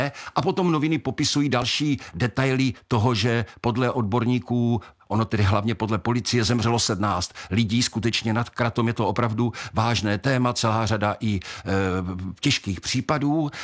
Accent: Moravian Slovakia, Czechia; Já jsem z vesnice, z Moravského Slovácka a vím, že tam ty platy jsou úplně jinde, než nějakých průměr 50 tisíc.

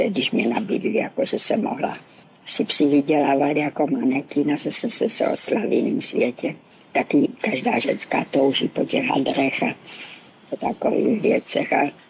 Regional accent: Moravia, Czechia; moved away as an adult; now in Prague, Czechia; byla jsem z Moravy, nebyla jsem odsud, jako tu Prahu jsem vůbec neznala.

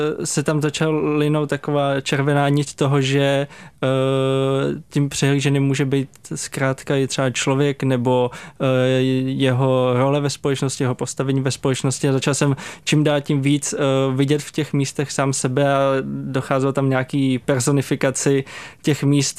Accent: Jablonec nad Nisou, Liberec Region, Czechia; Asi úplně na začátku bylo to, že jsem vyrůstal v Jablonci nad Nisou, což je hezký město, hezké místo, rád se tam vracím

